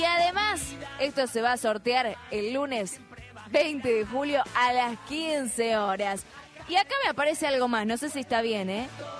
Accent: Argentina; Uno como argentino lo vive también desde otra manera

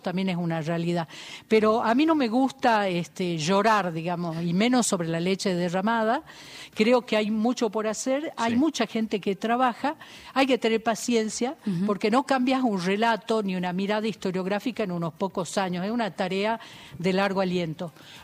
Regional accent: Jujuy, Argentina; a los que somos jujeños

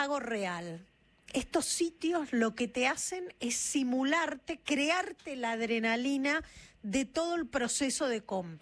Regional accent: Argentina; como argentinos, no lo llevamos haciendo hace tanto tiempo.

